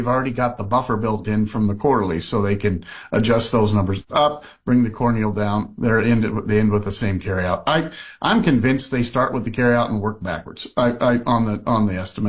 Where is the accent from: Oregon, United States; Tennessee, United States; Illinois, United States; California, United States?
Oregon, United States; I'm from Oregon